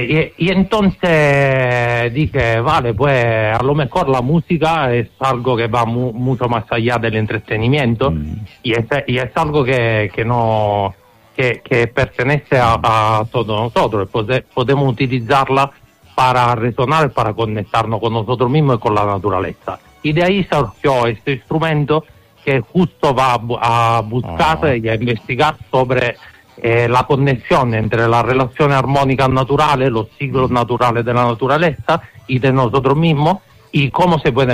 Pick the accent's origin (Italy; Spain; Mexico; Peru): Italy; Spanish is a second language; moved away; Pues se entiende que soy italiano, ¿no?